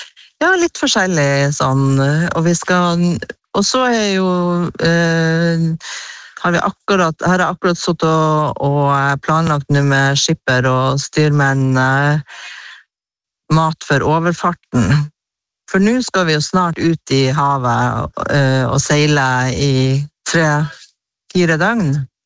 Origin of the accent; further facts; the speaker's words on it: Bø, Nordland, Norway; så har jeg jo vært med å eide en koordinatskjær hjemme i Bø.